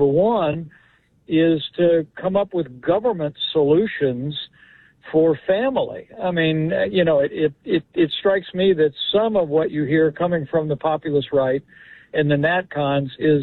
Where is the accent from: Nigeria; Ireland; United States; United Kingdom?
United States; Indiana; born or raised there